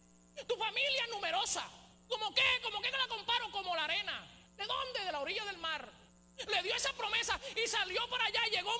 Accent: Cartagena, Bolívar, Colombia; Yo soy cartagenero. Tiene una costumbre, tiene tradiciones que me marcan a mí, que me definen, que están en mi ADN. ¿Es así o no es así? Hablo golpeado, todavía digo caldero, todavía digo puerta cuando estoy hablando rápido.

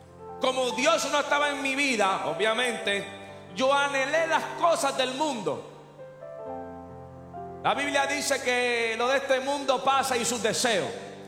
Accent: Carolina, Puerto Rico; also born or lived in San Juan, Puerto Rico; Yo nací en San Juan, Puerto Rico, en el 1992, un diciembre 16

